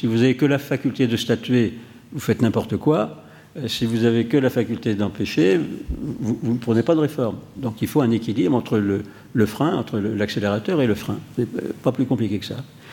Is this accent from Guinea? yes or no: no; France; chez nous en France.